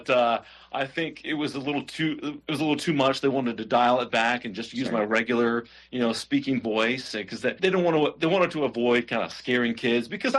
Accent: Birmingham, Alabama, United States; Yeah, I grew up in Birmingham, Alabama, and I spent 2 years at the University of Alabama. I got a theater scholarship there, and I decided to take my talents out to Chicago.

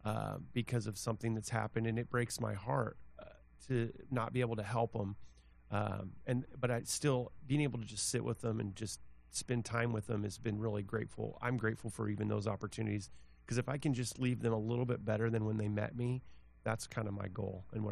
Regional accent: Manhattan, United States; I'm from Manhattan

